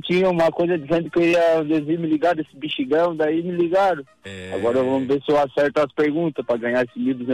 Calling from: Santa Catarina, Brazil; Eu falo de Foiclinha, Santa Catarina.

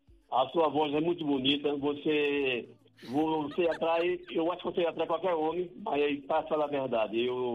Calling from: Pernambuco, Brazil; e eu também sou, a gente somos de Pernambuco.

